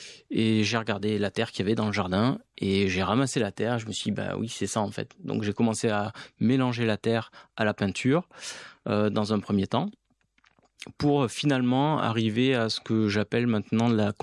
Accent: Auvergne-Rhône-Alpes, France; born there; Alors, pour la petite histoire, moi, je suis né en Auvergne, donc pas très loin des volcans.

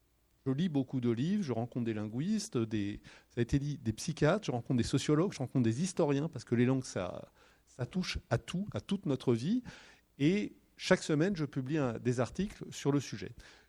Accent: Paris, Île-de-France, France; born or raised there

